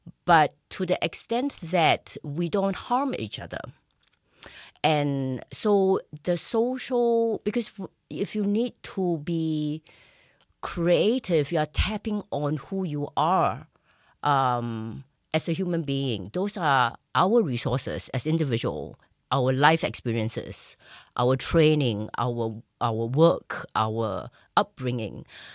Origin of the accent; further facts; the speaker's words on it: Singapore; now in Graz, Austria; I'm originally from Singapore, and but right now, I always like to say my kitchen is in Graz, meaning, you know, basically my home is in Graz.